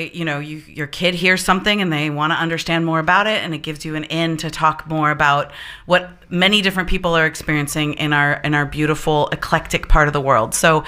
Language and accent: English; San Francisco Bay Area, California, United States; growing up in the Bay Area